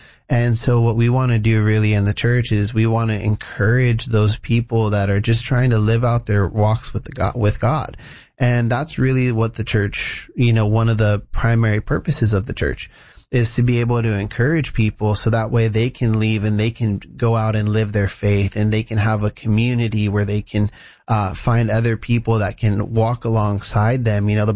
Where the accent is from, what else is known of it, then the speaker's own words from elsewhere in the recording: California, United States; moved away as an adult; now in Portland, United States; So we grew up in Southern California. I've lived everywhere in Southern California. We've lived in Hacienda Heights, West Covina, Diamond Bar, all over the place, Glendora, you name it. I've lived there. But we last lived in Diamond Bar before moving up.